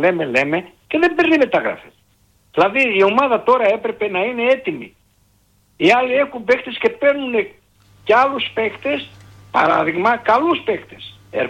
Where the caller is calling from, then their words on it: Kozani, Western Macedonia, Greece; Από Κοζάνη περνώ.